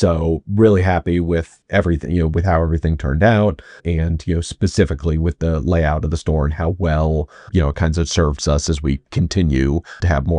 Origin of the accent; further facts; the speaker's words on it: Arlington, Virginia, United States; also born or lived in Brooklyn; now in Washington, D.C., United States; Yes, I grew up in Arlington, so yeah, grew up in the area. I live in D.C., have been in D.C. for the last 15, 16 years.